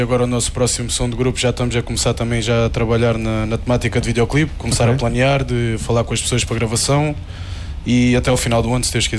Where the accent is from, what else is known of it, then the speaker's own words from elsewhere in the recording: Faro, Algarve, Portugal; sendo Farense, sendo Algarvio